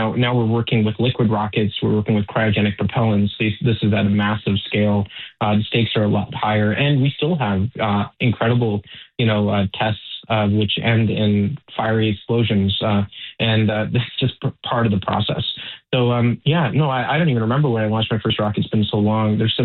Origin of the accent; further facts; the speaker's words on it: Toronto, Ontario, Canada; Born and raised in Toronto in the Jane and Finch area, humble beginnings.